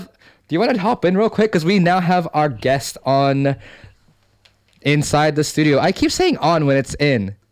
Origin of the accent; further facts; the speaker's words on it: England, United Kingdom; Sorry, I'm English.